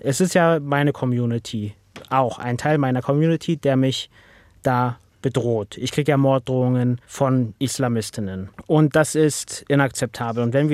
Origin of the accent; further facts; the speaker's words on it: Berlin, Germany; Und das sage ich als Berliner in Hamburg.